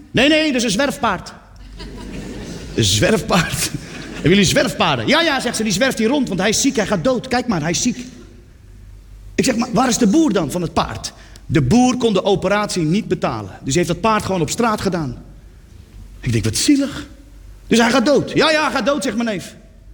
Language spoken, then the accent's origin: Dutch; Netherlands